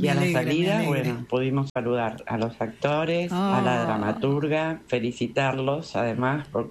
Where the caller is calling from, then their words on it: Palermo, Buenos Aires, Argentina; de Palermo.